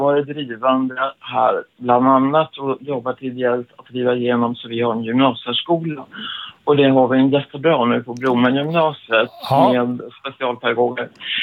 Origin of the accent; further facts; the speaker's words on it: Stockholm, Stockholm County, Sweden; born there; jag är född i Stockholm